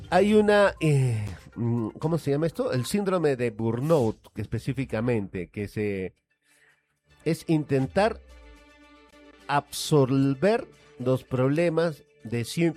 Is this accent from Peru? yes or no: yes; Peru